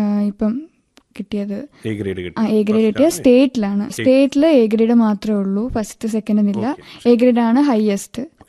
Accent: Thiruvananthapuram, Kerala, India; ഞാൻ ശ്രീകണ്ഠേശ്വരം ട്രിവാൻഡ്രത്തുനിന്ന് വരുന്നു.

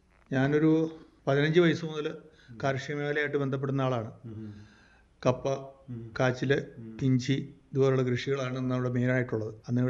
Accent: Rajakumari, Kerala, India; also born or lived in Kothamangalam; ഞങ്ങൾ രാജകുമാരിയിലേക്ക് കുടിയേറി വന്നതാണ്. ഞങ്ങൾ കോതമംഗലം ഭാഗത്തു നിന്ന് വന്നതായിരുന്നു.

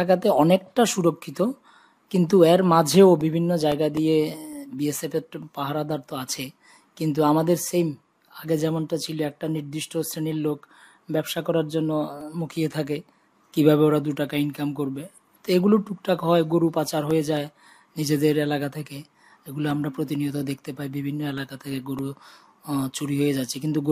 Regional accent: Ishanchandranagar, Tripura, India; এই আমাদের ত্রিপুরার ঈশানচন্দ্রনগর যে আমাদের গ্রামের যে স্কুল

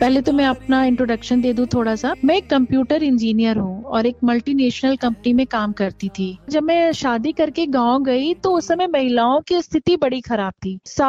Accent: Uttar Pradesh, India; पूरे उत्तर प्रदेश का सबसे बड़ा पंचायत भवन सबसे पहले हमारे गाँव में बना।

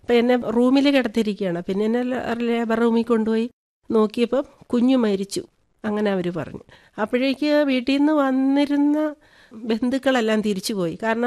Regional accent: Rajakkad, Kerala, India; ഇടുക്കിയിലാണ്, Idukki Rajakkad.

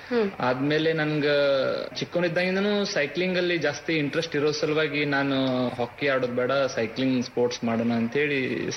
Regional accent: Shiggaon, Karnataka, India; Shiggaon, Haveri district Shiggaon ನಂದು.

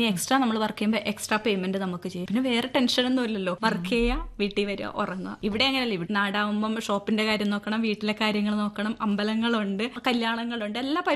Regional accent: Kannur, Kerala, India; moved away as an adult; now in Ernakulam, India; ഒരു കണ്ണൂർക്കാരിയായ ഞാൻ ഈ എറണാകുളത്ത് വന്ന്

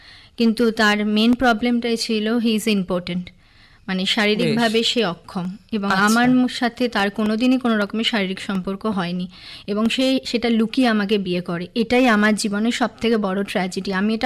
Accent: Kolkata, West Bengal, India; হ্যাঁ, কলকাতার, সাউথ কলকাতায়।

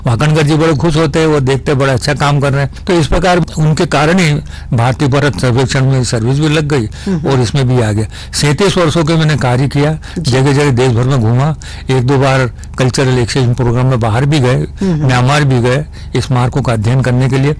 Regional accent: Ujjain, Madhya Pradesh, India; वो बचपन में उज्जैन में रहता था

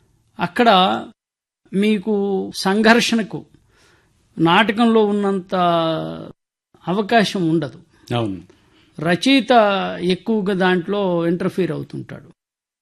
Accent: Srikakulam district, Andhra Pradesh, India; మా స్వస్థలం శ్రీకాకుళం జిల్లా అండి, అంపోలు గ్రామం.

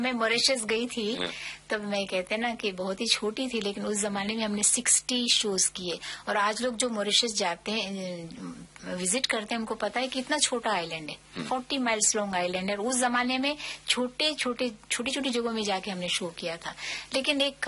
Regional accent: Dar es Salaam, Tanzania; moved away; جی میں دار اسلام کی رہنے والی ہوں, اور آپ کو بتاؤں کہ دار اسلام اتنی خوبصورت جگہ ہے

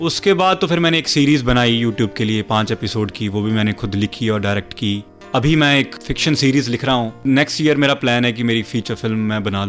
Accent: Gurdaspur, Punjab, India; क्योंकि मैं ऐसे रीजन से हूँ, माझा रीजन गुरदासपुर, जो जिसमें बहुत ही परफॉर्मेटिव किस्म के लोग होते हैं

